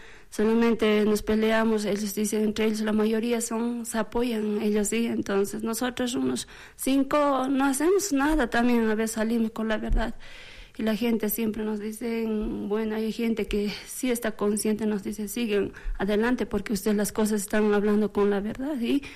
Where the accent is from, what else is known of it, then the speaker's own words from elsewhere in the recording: Potosí, Bolivia; Yo la única soy de Potosí.